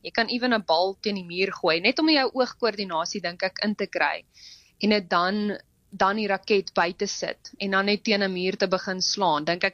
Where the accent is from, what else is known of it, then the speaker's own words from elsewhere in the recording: Bloemfontein, Free State, South Africa; also born or lived in United States; ek is van Bloemfontein af